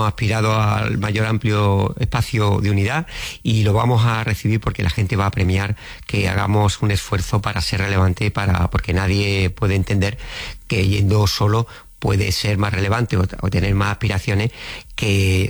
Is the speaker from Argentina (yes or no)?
no; Andalusia, Spain; yo soy más andaluz y más de pueblo que la amapola